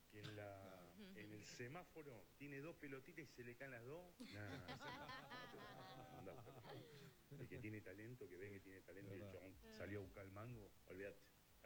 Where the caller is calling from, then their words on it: Quilmes, Buenos Aires Province, Argentina; de Quilmes.